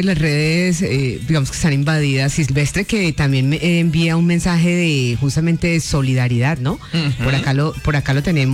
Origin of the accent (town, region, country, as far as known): Colombia